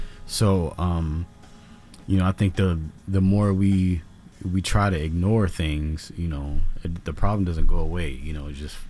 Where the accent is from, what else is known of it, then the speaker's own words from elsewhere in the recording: Washington, District of Columbia, United States; So my mother, I grew up in Washington, D.C.